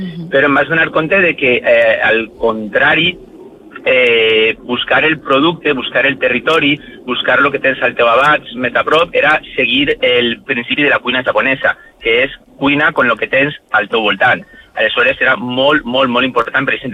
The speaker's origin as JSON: {"language": "Catalan", "region": "Valencian Community", "country": "Spain", "said": "jo soc de València, que és aquí"}